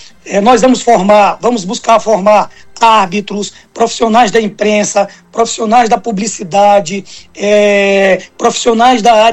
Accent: Maranhão, Brazil; eu sou maranhense na veia.

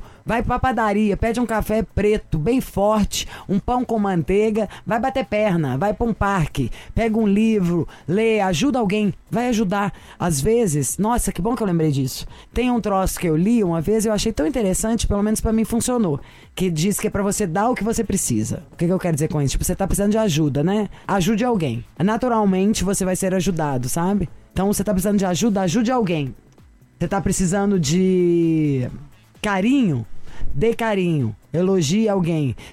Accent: Minas Gerais, Brazil; Sou de Minas, onde se bebe demais.

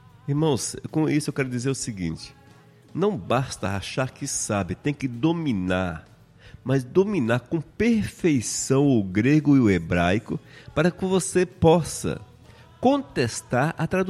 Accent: Brazil; first language Portuguese; eu sou nativo do Brasil, nasci aqui, eu tenho formação superior, sou formado em teologia, e eu falo um português que só a misericórdia de Deus.

